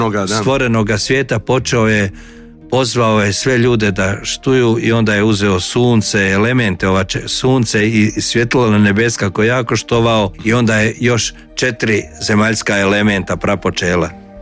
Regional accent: Bosnia & Herzegovina; accent: Bosnian Croatian; now in Croatia; ja dolazim iz Bosne, ja govorim bosanskim hrvatskim jezikom.

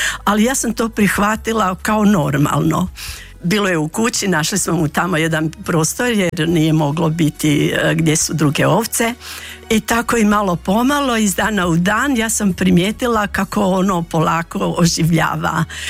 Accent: Grabovica, Federation of Bosnia and Herzegovina, Bosnia & Herzegovina; born there; A ja sam rođena u Grabovici, znači općina Tomislavgrad.

